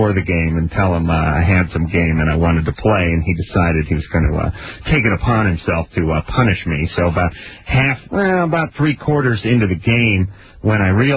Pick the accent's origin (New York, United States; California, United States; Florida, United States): California, United States; Los Angeles; I grew up in North Hollywood and I always followed the Dodgers.